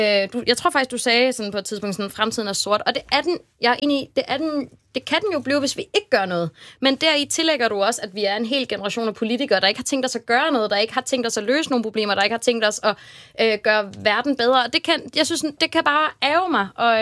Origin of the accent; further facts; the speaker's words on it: Zealand, Denmark; nu er jeg selv fra Lolland Falster, der står for oversvømmelser